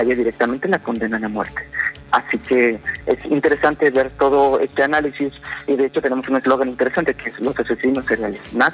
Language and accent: Spanish; Mexico; Y normalmente estamos acostumbrados los mexicanos como gallitos, ¿no?